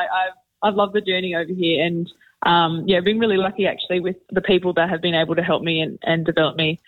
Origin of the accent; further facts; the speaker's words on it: Sydney, New South Wales, Australia; now in New Zealand; So I grew up in Sydney, and I've been playing over here for about 5 seasons now.